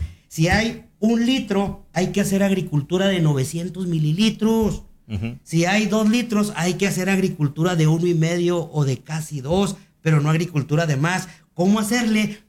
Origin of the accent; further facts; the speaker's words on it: Mexico; Y digo amigos porque somos mexicanos todos.